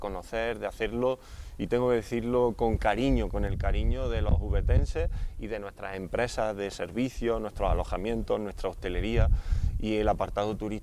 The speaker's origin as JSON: {"language": "Spanish", "town": "Úbeda", "region": "Andalusia", "country": "Spain", "said": "los que somos de Úbeda"}